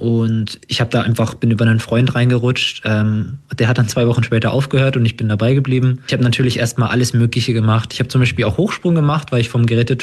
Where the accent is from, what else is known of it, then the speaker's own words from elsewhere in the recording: Germany; Es ist ein ganz kleiner Verein in meiner Heimat. Also ich komme aus Kolmberg